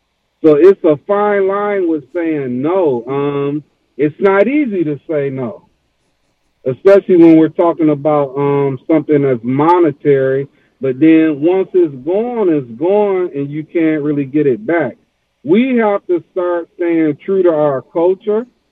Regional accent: Detroit, Michigan, United States; also born or lived in Philadelphia; It's a combination with the way I was taught from … in Detroit, because I grew up between Detroit and Philly.

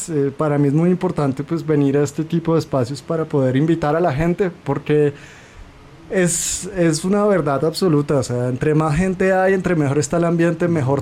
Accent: Colombia; also born or lived in Belgium; now in Mexico City, Mexico; Crecí en Colombia, después viví en Bélgica muchos años

